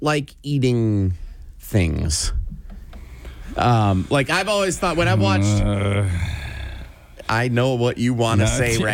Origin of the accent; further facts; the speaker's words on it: Wisconsin, United States; he's the athlete that I idolized as a kid growing up in Wisconsin during his heyday.